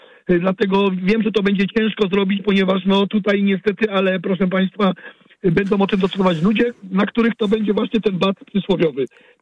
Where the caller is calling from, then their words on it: Będzin, Silesian Voivodeship, Poland; Wracamy do mojego miasta Będzin.